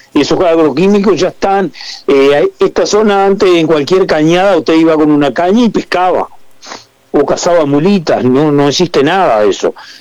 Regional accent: Uruguay; Los dueños somos todos los uruguayos.

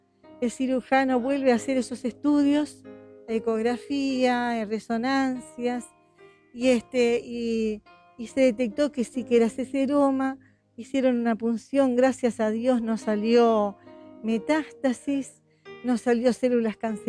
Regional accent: Montevideo, Uruguay; Yo vengo de Montevideo

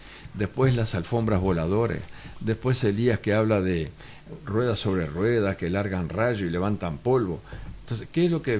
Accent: Uruguay; Esos somos los uruguayos, un poco criticón y un poco esto, uh-huh, pero somos suavemente ondulados.

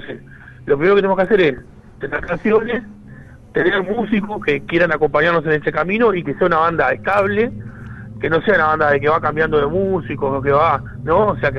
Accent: Uruguay; somos de Uruguay.

